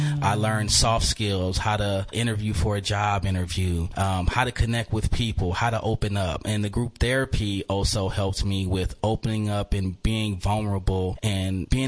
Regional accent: Oakland, California, United States; also born or lived in Reno, Nevada; I am from Oakland, California. Grew up in West Oakland.

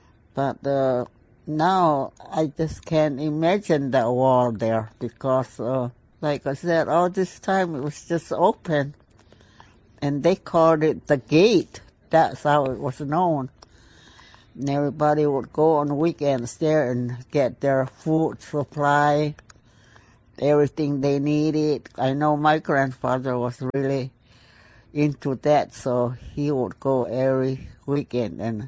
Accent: Arizona, United States; moved away as an adult; now in San Francisco, United States; I grew up in Kapawa. I don't know if you know where that is. Anyway, I was born there, raised up by my grandparents

